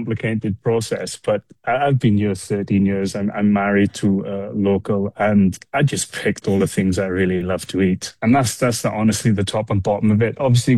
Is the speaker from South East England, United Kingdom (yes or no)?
no; Wales, United Kingdom; which I'm Welsh originally, so lamb is kind of our pinnacle of our kind of food.